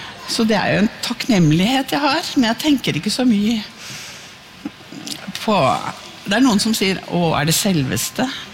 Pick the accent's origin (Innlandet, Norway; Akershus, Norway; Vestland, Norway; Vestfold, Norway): Innlandet, Norway; Jevnaker; Jeg er født på Jevnaker og har hatt flotte foreldre, og pappa bygde et stort hus etter krigen, og ei elv gjennom hagen, og hatt fantastisk.